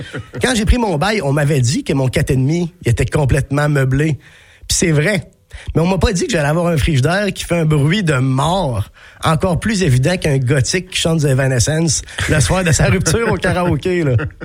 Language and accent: French; Sainte-Croix, Quebec, Canada; now in Montreal, Canada; Moi, je viens. J'ai grandi à Sainte-Croix-de-la-Binière, okay. Pas loin de Québec.